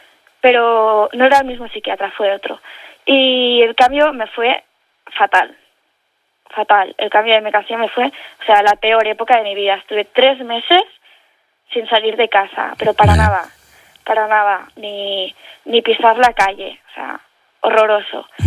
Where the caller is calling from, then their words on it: Montgat, Catalonia, Spain; aquí en mi pueblo. Yo vivo en Montgat.